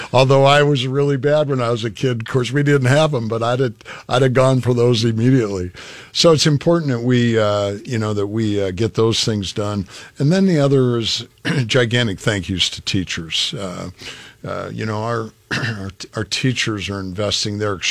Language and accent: English; Columbus, Nebraska, United States; My hometown is Columbus, so there's a Highway 81 goes through Columbus as an example.